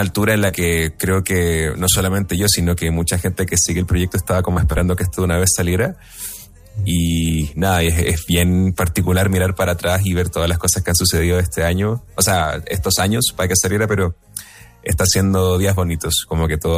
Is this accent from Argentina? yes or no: no; Chile; now in Mexico City, Mexico; Somos todos chilenos.